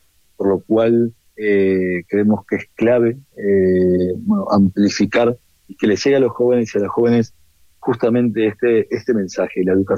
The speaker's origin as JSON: {"language": "Spanish", "country": "Argentina", "moved": "as an adult", "lives_now": "Spain", "said": "soy un argentino que vive hace casi 15 años"}